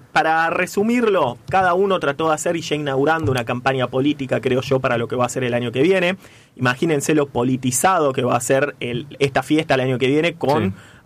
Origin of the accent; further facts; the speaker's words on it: Rosario, Santa Fe, Argentina; la infraestructura que uno como rosarino realmente no la ve.